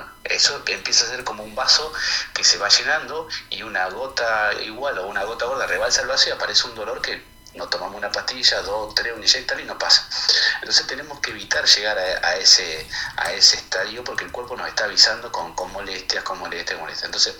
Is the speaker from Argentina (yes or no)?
yes; Santa Fe, Argentina; moved away as an adult; now in Reconquista, Argentina; Yo estoy hace 14 años en Reconquista, yo soy de Santa Fe, tengo mi consultorio en Santa Fe, ahí en Reconquista.